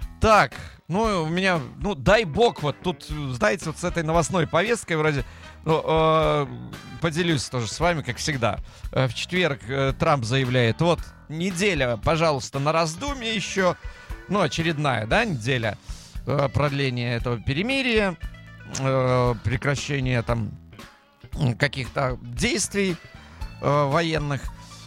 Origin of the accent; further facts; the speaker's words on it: Belarus; Я с Беларуси.